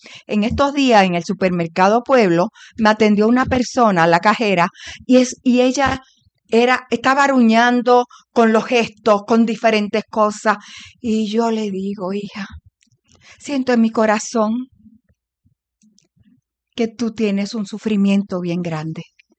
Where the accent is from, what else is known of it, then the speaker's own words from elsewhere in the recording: Puerto Rico; yo soy más puertorriqueña que el coquí.